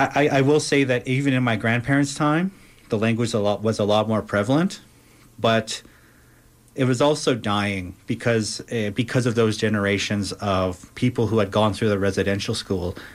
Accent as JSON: {"language": "English", "area": "Siksika Nation", "region": "Alberta", "country": "Canada", "tie": "born or raised there", "moved": "yes", "lives_now": "Calgary, Canada", "said": "I'm from Siksika Nation, which is a Blackfoot reserve about an hour east of Calgary on the Trans-Canada, near Galician, Alberta. I am a combined degree communications and engineering student at the University of Calgary."}